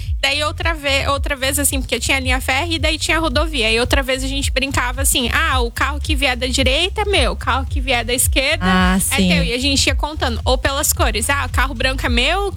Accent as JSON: {"language": "Portuguese", "town": "Rolândia", "region": "Paraná", "country": "Brazil", "tie": "born or raised there", "moved": "yes", "said": "E lá no interior do Paraná, né? Eu vim de Rolândia, né? Me criei lá. E lá tinha trem, né? Trem de carga, né? Transporta milho, soja, enfim, grãos, né? E eu morava numa casa que era bem de frente, assim, com a linha férrea."}